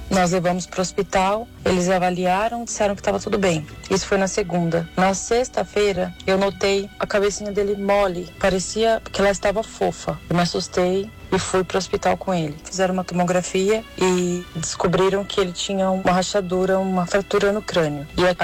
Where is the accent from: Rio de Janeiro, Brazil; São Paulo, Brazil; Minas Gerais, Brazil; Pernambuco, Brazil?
São Paulo, Brazil; Campinas; eu sou de Campinas.